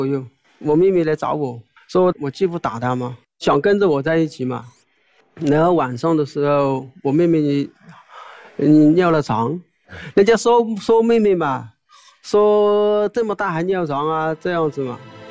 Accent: Jiangxi, China; 江西老家嘛。

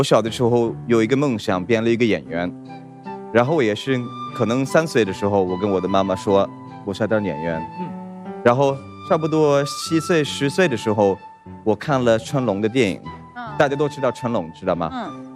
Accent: Stockholm, Stockholm County, Sweden; Chinese is a second language; moved away as an adult; also born or lived in Beijing; 我是斯德哥尔摩人。

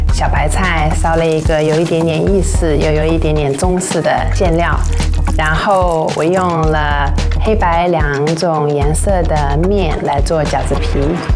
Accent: Italy; 我是一个在意大利出生长大的中国人

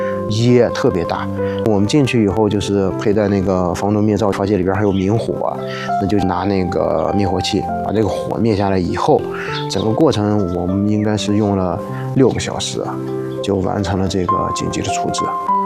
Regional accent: Shanxi, China; moved away as an adult; 我家是山西的，就这边无亲无故，

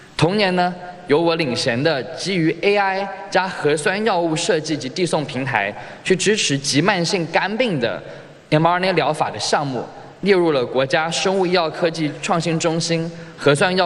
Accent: China; also born or lived in United States

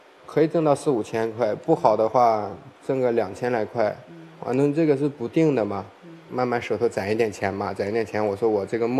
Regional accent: Northeast China, China; moved away; 我是身为东北人，

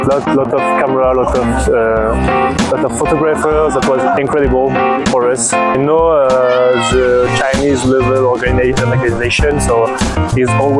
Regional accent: Toulouse, Occitania, France; English is a second language; I'm from Toulouse in France. I am 23 years old

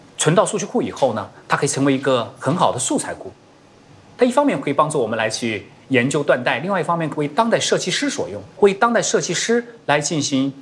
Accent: Jingdezhen, Jiangxi, China; 所以那时候觉得，哎呀，景德镇就是，哎呀，我们的家乡确实有点脏，有点乱。

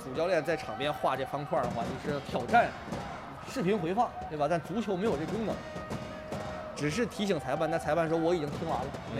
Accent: Northeast China, China; accent: Northeastern dialect; 咱们东北话讲叫玻璃盖

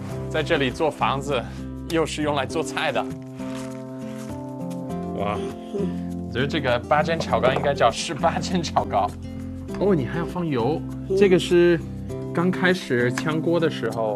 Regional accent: United Kingdom; Chinese is a second language; 我是英国来的，

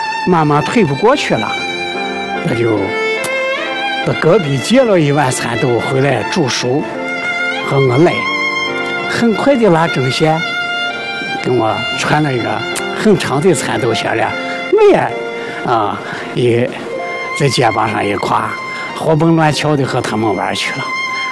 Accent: Gansu, China; 他问我你是哪里来的我一说话他一听我是甘肃的

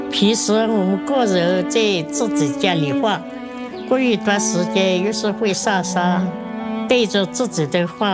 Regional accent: Yunnan, China; 以前的老房子，那我小时候住在这边了。我们老家在这里了，这里。以前我家里有地，有一船，我们全家住地，划船打鱼。

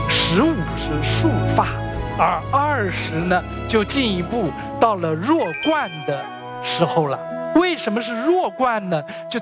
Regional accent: China; 我们中国人呢讲这个含蓄之美啊

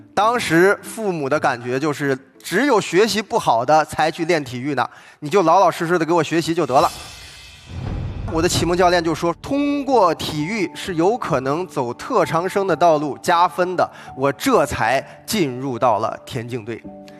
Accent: Qingdao, Shandong, China; born there; 我呢出生在山东省一个美丽的滨海城市青岛。

